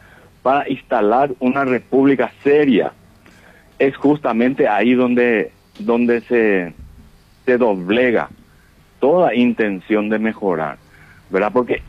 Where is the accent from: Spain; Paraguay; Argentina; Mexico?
Paraguay; Presidente Franco, Alto Paraná; Yo nací en Franco, acá yo me crié.